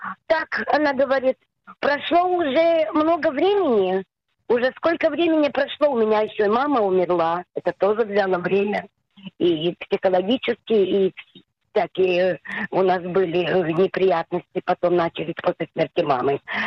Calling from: Tel Aviv, Tel Aviv District, Israel; Я звоню с Тель-Авива

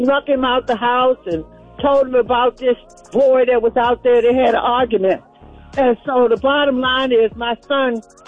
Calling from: Brandywine, Maryland, United States; I'm calling from Brandywine, Maryland.

